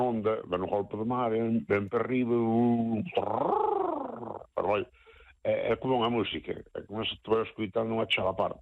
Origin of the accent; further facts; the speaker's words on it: Galicia, Spain; born there; eu estaba nos cas vacas ali na costa donde eu nacín, e viño, eu nacín no Concello del Pique